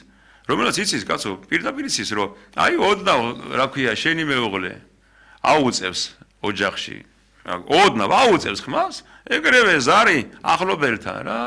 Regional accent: Mtskheta-Mtianeti, Georgia; მე ხევსური ვარ

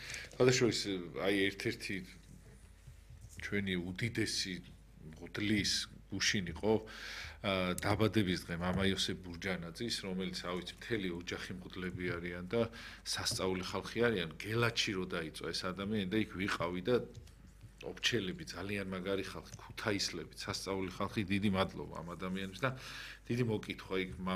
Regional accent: Tbilisi, Georgia; მე ვერაზე გავიზარდე

